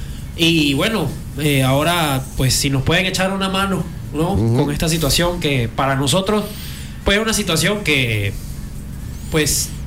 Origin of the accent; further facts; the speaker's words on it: Venezuela; moved away; nosotros como venezolanos, yo creo que hablo por mucha gente que vive aquí